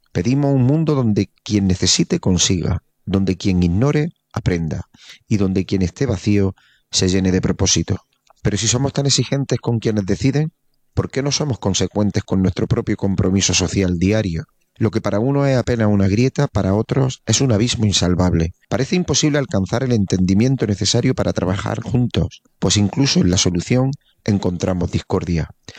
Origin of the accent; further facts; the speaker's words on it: Andalusia, Spain; el lema que nos define como andaluces